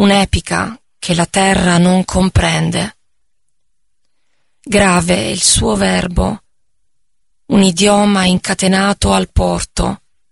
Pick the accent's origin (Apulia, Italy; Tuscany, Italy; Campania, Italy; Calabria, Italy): Apulia, Italy; Taranto; è Taranto, la mia città natale. Il dialetto è un dialetto molto cupo, un dialetto sordo, un dialetto gutturale con molte consonanti